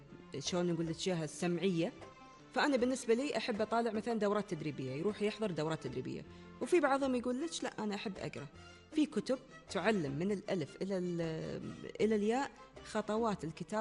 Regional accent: Kuwait; والحمد لله إحنا وايد متوفرين بالكويت وبكثرة.

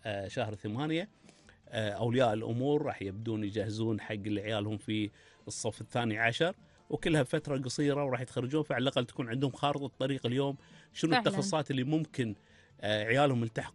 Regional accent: Kuwait; وهذا اليوم احنا كمواطنين كويتيين

